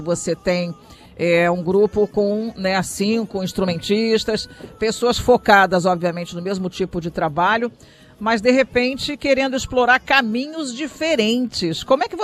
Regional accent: Brasília, Federal District, Brazil; Eu lembro da Aruque, eu sou brasiliense, olha, veja você

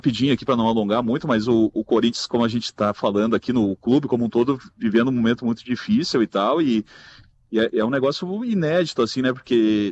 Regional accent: Rio Grande do Sul, Brazil; moved away; eu sou lá do Rio Grande do Sul

